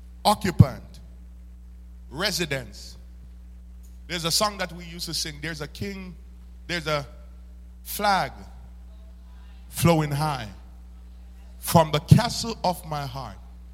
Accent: Jamaica; I usually eat my H because I'm Jamaican

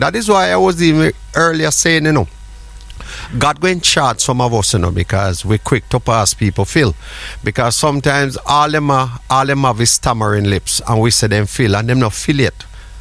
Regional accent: Jamaica; while growing up in Jamaica

